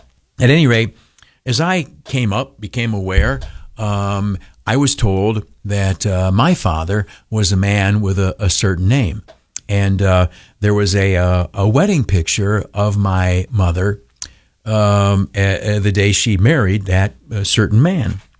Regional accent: Canisteo, New York, United States; the little town where I grew up in the Southern Tier, beautiful Canastillo, New York.

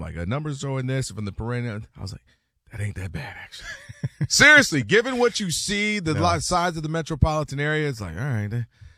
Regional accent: Midwest, United States; Other places, if you're from the South, I'm from Midwest.

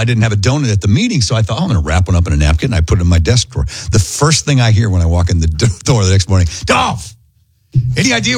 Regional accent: Iowa, United States; Growing up in Iowa

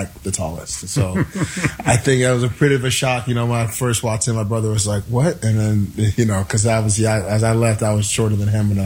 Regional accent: Minnesota, United States; being from Minnesota in my hometown, you know, I wanted to go back and give them a chance to see that it is possible. A kid from Minnesota made his dreams come true and made it to the NFL.

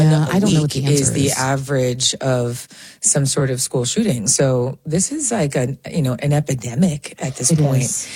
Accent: New York, United States; accent: Long Island; Super Long Island girl. I sense my Long Island accent.

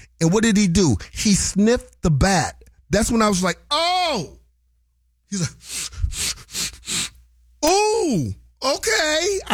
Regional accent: Wisconsin, United States; I'm from Wisconsin. I mean, it's just ingrained in you.

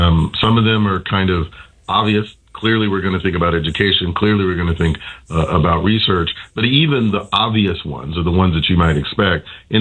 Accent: the South, United States; As you know, I'm from the South

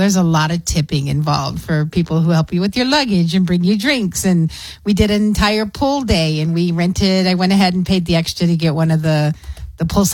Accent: El Paso, Texas, United States; I'm from El Paso.

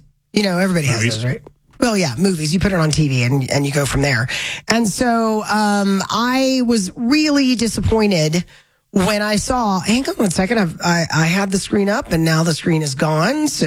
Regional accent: Florida, United States; I grew up in Florida

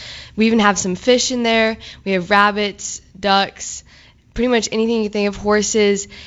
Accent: Elkhart, Iowa, United States; I'm from Elkhart, Iowa, around like 30 minutes away from here.

